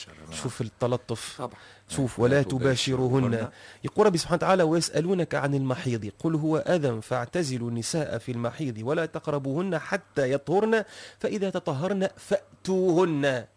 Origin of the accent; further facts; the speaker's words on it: Tunisia; تجم تكون كلمة احنا عندنا في تونس مثلا في العاصمة عادية